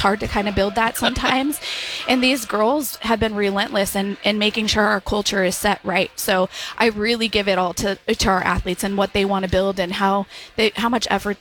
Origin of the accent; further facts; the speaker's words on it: Yuma, Arizona, United States; Yes, I am a native. I grew up in Yuma, went to Cibola High School.